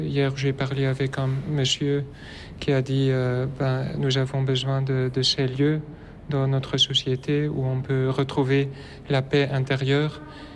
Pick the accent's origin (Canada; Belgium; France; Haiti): Belgium; Flanders; French is a second language; Je viens de la Belgique, de la Flandre, et je suis un séminariste